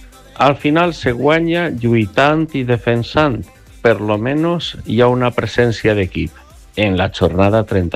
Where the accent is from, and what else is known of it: Torrent, Valencian Community, Spain